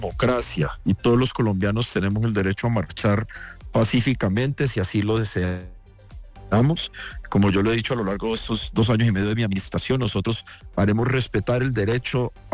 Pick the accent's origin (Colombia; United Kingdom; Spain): Colombia; Cali, Valle del Cauca; como caleño, no solo como alcalde, quiero celebrar esa decisión. Para nuestra ciudad es un honor del más alto nivel que la posesión presidencial se lleve a cabo en Cali